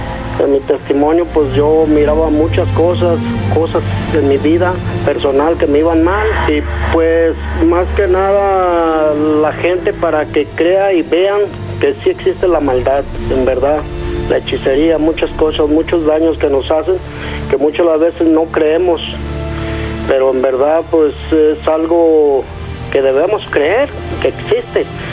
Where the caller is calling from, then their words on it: Tequila, Jalisco, Mexico; Le hablo de Tequila, Jalisco.